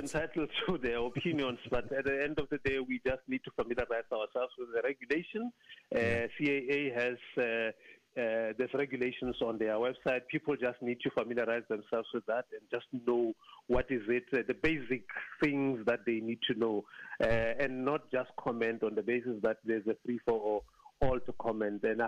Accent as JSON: {"language": "English", "country": "South Africa"}